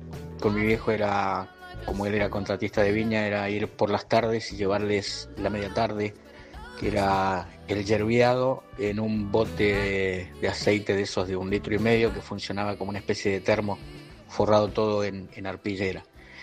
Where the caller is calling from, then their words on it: Maipú, Mendoza, Argentina; soy de Maipú